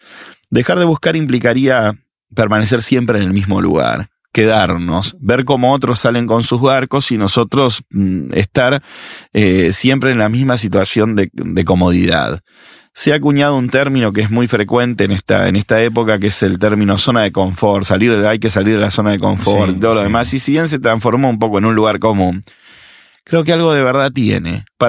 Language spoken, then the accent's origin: Spanish; Argentina; Hace poco vi una serie filmada en mi país, en Argentina